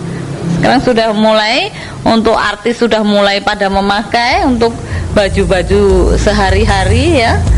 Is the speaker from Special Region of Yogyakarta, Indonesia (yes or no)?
yes; Yogyakarta, Special Region of Yogyakarta, Indonesia; menjelaskan bahwa ini adalah dari Indonesia, saya dari Yogyakarta ya.